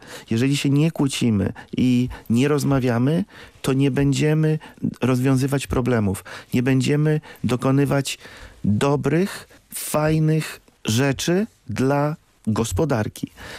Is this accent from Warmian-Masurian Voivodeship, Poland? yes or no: no; Lublin, Lublin Voivodeship, Poland; Jestem z Lublina